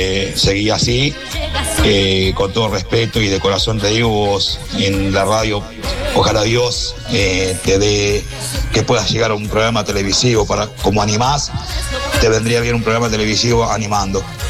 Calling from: Buchardo, Córdoba, Argentina; exlocutor de FM Libertad, aquí en Buchardo. Hace poquito meses que, bueno, que volví de la ciudad de La Carlota, Buchardo.

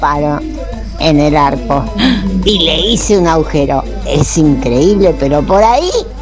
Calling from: Andino, Santa Fe, Argentina; acá, desde Andino.

